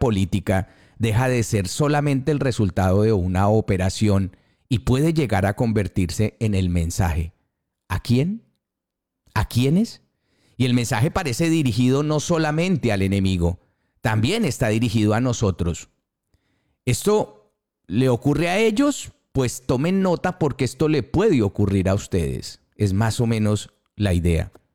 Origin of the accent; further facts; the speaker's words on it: Colombia; deberíamos ser extraordinariamente cuidadosos como colombianos con la simbología de la muerte